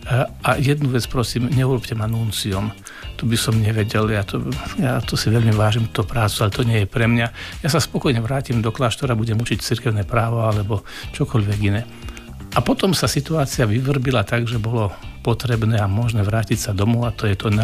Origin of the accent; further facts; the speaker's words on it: Nižný Čaj, Košice Region, Slovakia; also born or lived in Italy; now in Košice, Slovakia; odkiaľ pochádzam, z dedinky Nižný Čaj.